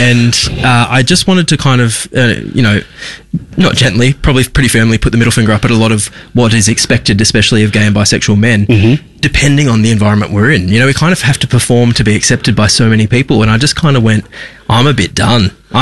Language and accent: English; Geraldton, Western Australia, Australia; Growing up in Geraldton, it was like being gay means like being, I don't know, in America.